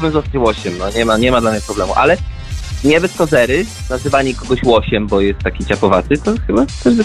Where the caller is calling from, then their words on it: Masovian Voivodeship, Poland; mieszkam w Puszczy Kampinoskiej